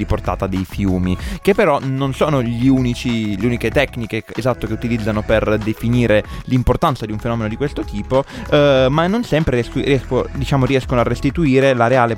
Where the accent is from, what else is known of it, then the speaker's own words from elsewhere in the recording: Campania, Italy; born there; accent: Neapolitan; abbiamo detto con due pronunce napoletane terribili, cioè siamo entrambi originari più o meno della zona, abbiamo usato entrambi due pronunce terrificanti